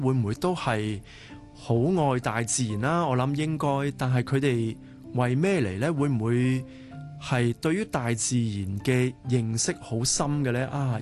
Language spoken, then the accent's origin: Cantonese; Hong Kong; 我哋嚟自香港啦